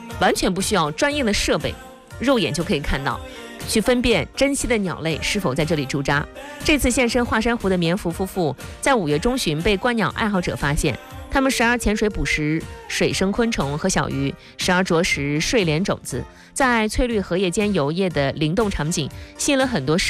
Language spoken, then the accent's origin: Chinese; Shandong, China; 这正是我们山东人献给世界的盛大浪漫，